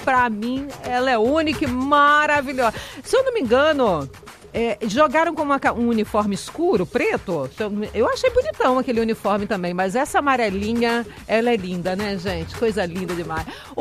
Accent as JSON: {"language": "Portuguese", "country": "Brazil", "said": "eu sou brasileira"}